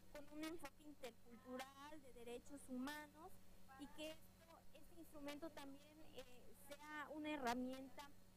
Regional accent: Yucatán Peninsula, Mexico; soy del pueblo maya, vengo de México, del sur de México, en la península de Yucatán.

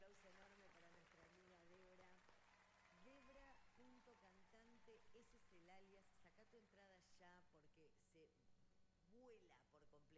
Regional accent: Argentina; Somos argentinos

